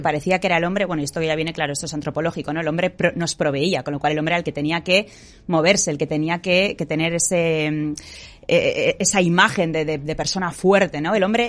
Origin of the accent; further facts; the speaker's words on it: Basque Country, Spain; en mi tierra, en el País Vasco